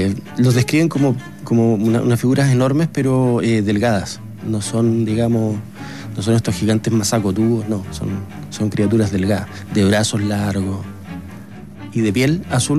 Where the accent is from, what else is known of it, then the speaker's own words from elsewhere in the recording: Magallanes and Chilean Antarctica, Chile; Yo soy magallánico, pero yo estaba acá, estaba de vacaciones.